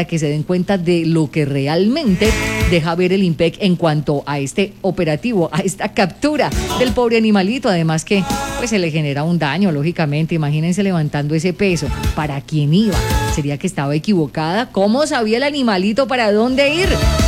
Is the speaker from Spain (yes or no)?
no; Colombia; Cosas que pasan solamente en mi país, cosas que se ven solamente en mi Colombia